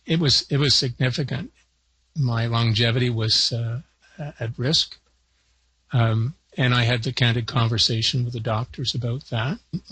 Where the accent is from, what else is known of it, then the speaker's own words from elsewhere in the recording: North Bay, Ontario, Canada; I'm from North Bay, Ontario, Canada.